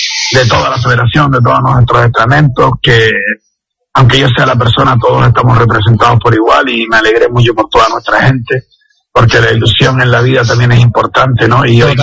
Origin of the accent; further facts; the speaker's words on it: Canary Islands, Spain; somos dos Gran Canarios con suerte